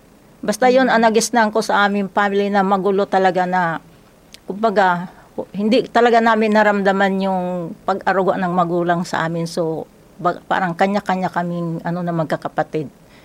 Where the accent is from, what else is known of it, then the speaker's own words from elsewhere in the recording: Milagros, Bicol Region, Philippines; from Milagros Masbati. 65 years old po.